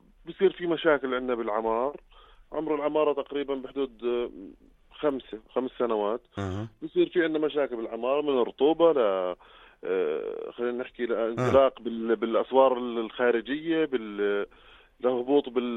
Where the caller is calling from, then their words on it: Irbid, Irbid Governorate, Jordan; انا بحكي معك طبعا من اربد